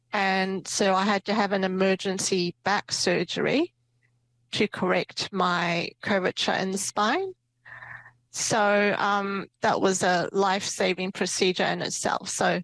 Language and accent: English; Myanmar; now in Hamilton, New Zealand; I'm from a country called Burma. I was born in Myanmar, which is, it is also known as Burma to some people. And I migrated to New Zealand in 93